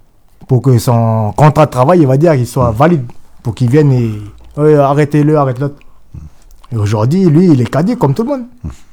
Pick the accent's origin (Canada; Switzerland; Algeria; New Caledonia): New Caledonia; Nous, on est des Kanaks. On n'est pas des Français.